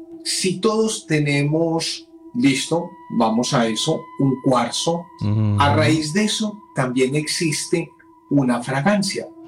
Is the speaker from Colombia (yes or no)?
yes; Medellín, Antioquia, Colombia; Yo soy de Medellín, Medellín.